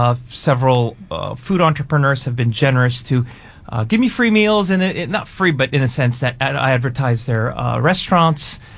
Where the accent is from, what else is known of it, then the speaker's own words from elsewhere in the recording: Japan; One, I grew up in Japan. I'm ethnically Afghan.